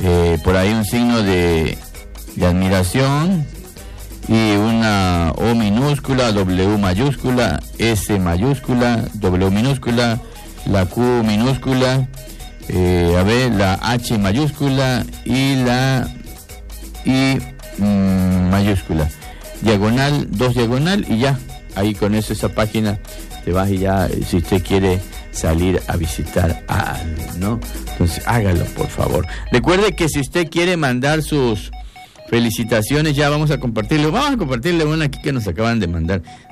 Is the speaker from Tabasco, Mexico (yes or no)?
yes; Tabasco, Mexico; somos tabasqueños